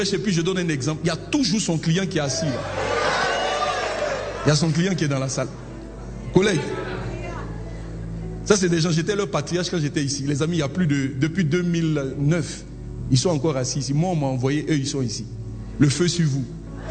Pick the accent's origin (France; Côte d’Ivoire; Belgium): Côte d’Ivoire; Yopougon, Abidjan; j'ai le langage de Yopougon parce que je viens de Yopougon.